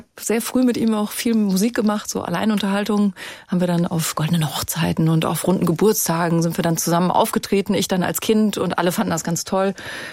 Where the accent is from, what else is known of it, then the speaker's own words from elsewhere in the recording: Hesse, Germany; now in Bremen, Germany; Ich bin ja wirklich auf einem kleinen Ort mit, 350 Einwohnern groß geworden.